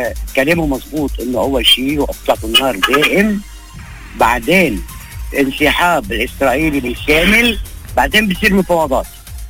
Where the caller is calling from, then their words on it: Lebanon; انا كلبناني بفتخر بلبنانيتي